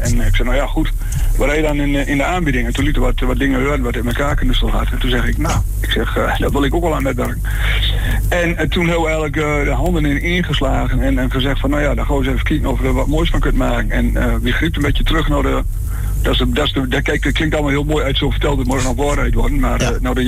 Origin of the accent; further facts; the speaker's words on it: Overijssel, Netherlands; Ik kom uit de Oxenbergen en Emiel komt uit van oorsprong uit Tubbergen.